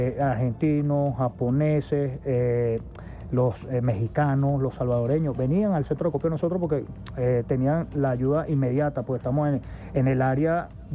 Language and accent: Spanish; Venezuela; nosotros como venezolanos